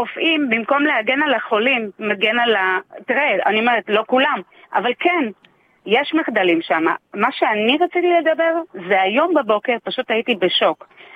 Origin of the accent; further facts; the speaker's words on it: Tel Aviv-Yafo, Tel Aviv District, Israel; now in Holon, Israel; אני גדלתי ביפו.